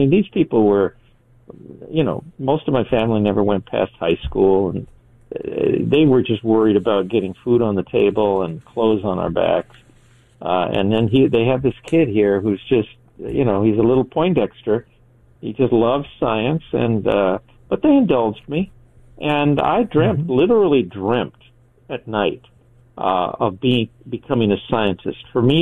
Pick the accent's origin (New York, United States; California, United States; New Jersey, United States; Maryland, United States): California, United States; Los Angeles; I was born in East L.A. To a working-class family.